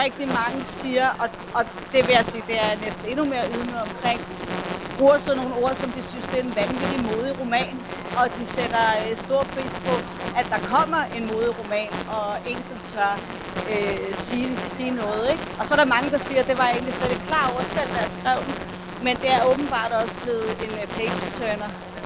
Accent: Copenhagen, Capital Region of Denmark, Denmark; Er fra Vesterbro.

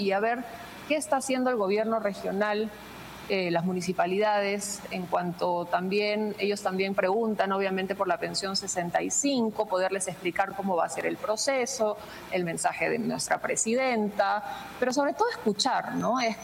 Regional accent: Arequipa, Peru; now in Lima, Peru; Yo soy arequipeña de nacimiento y he estudiado también aquí

